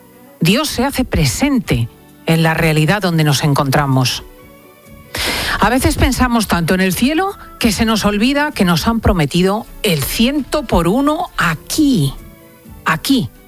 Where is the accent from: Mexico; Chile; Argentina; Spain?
Spain; Y fue la ocasión para demostrarle lo que somos los españoles.